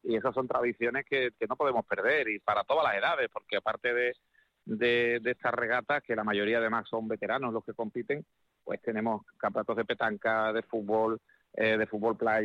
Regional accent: Seville, Andalusia, Spain; la Cucaña para los trianeros

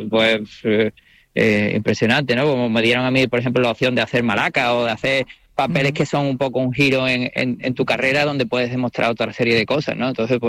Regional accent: Canary Islands, Spain; born there; Sí, yo nací en Gran Canaria por circunstancias laborales de mi padre

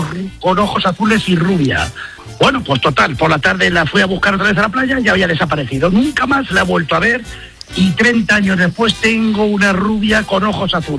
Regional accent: Albacete, Castilla-La Mancha, Spain; Yo era jovencillo, yo soy de Albacete, y me fui...

